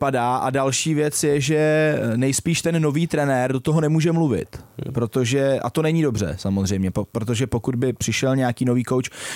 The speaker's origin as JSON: {"language": "Czech", "town": "Liberec", "region": "Liberec Region", "country": "Czechia", "said": "jsem z Liberce"}